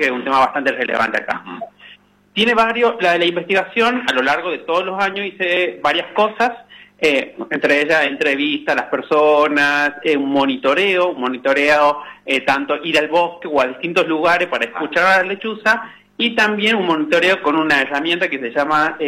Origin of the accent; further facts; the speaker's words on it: Tucumán, Argentina; por lo menos en el norte, no dije, pero yo soy de Tucumán